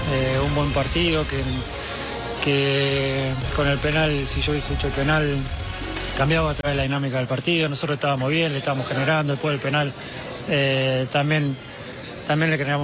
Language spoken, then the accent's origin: Spanish; Argentina; lo que somos como argentinos, el orgullo que nos